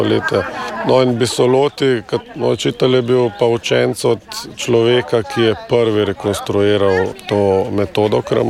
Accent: Ljubljana, Central Slovenia, Slovenia; sem izvorno iz Ljubljane

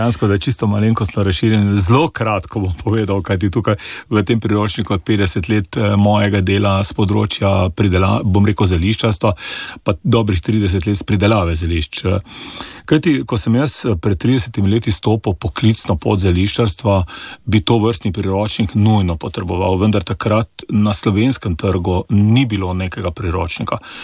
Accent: Celje, Savinja, Slovenia; Jaz sem blokovski otrok, jaz sem doma iz Celja, jaz sem bloko doma in dejansko

